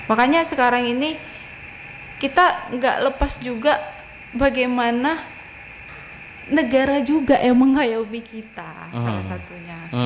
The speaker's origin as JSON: {"language": "Indonesian", "town": "Sibolga", "region": "North Sumatra", "country": "Indonesia", "said": "kita orang Sibulga"}